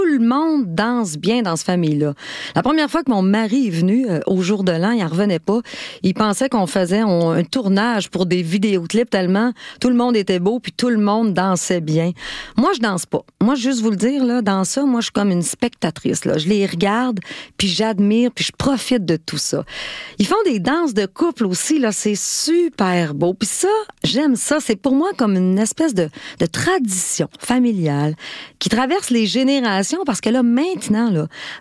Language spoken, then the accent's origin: French; Quebec, Canada; accent: Lac-Saint-Jean; Avec mon accent du Lac-Saint-Jean, des fois, mon anglais est un petit peu douteux, c'est pas grave.